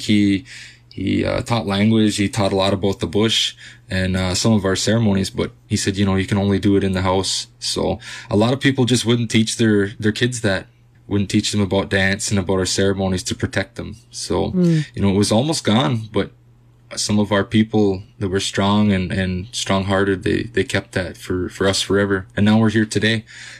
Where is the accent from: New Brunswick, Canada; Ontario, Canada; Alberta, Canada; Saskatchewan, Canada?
Ontario, Canada; Curve Lake First Nation; I'm from Curve Lake First Nation originally.